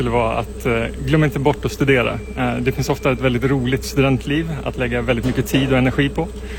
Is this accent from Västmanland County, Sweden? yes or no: yes; Västerås, Västmanland County, Sweden; also born or lived in Växjö / Landskrona / Lund; Jag kommer från Västerås ursprungligen.